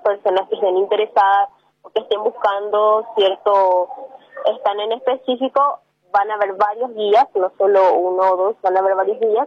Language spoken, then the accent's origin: Spanish; Paraguay; yo soy demasiado paraguayo